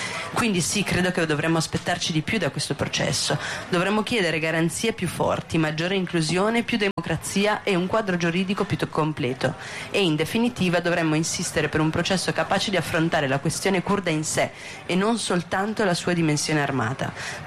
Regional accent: Turkey; Sono turca, sono avvocata, femminista, una persona che da molti anni lavora sulle violazioni dei diritti umani in Turchia, incluso il Kurdistan.

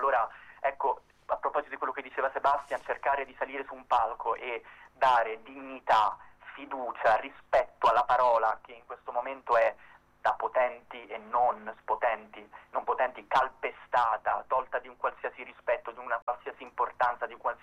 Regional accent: Rome, Lazio, Italy; now in Milan, Italy; Io sono di Roma originariamente

